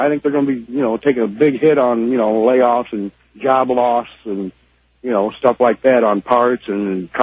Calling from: Battle Creek, Michigan, United States; I'm in Battle Creek, Michigan.

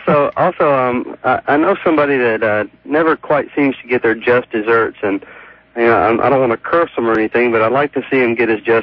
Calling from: Nashville, Tennessee, United States; I'm calling from Nashville, Tennessee.

